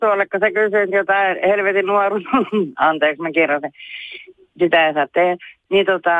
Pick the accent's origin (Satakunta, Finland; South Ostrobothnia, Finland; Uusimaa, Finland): Satakunta, Finland; Harjavalta; born there; mä olen Harjavallasta ollut kotosi